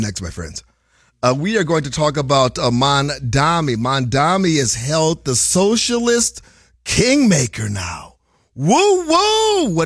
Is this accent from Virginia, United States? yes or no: no; Chicago, Illinois, United States; Where you from? I'm from Chicago. Bang, bang.